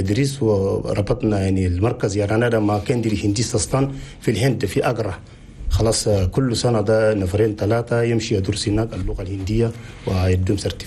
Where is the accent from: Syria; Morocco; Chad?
Chad